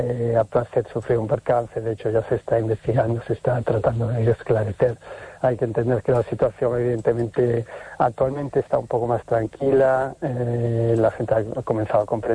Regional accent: Galicia, Spain; moved away as an adult; also born or lived in Sardinia, Italy; Yo soy gallego

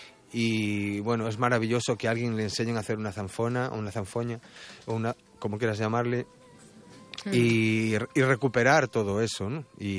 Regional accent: Galicia, Spain; Los músicos somos gallegos

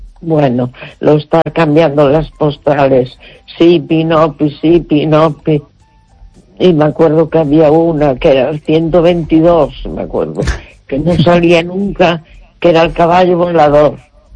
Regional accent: A Coruña, Galicia, Spain

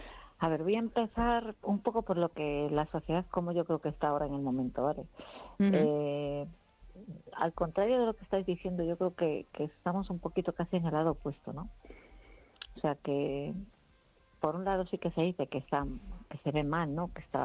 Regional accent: Ferrol, Galicia, Spain

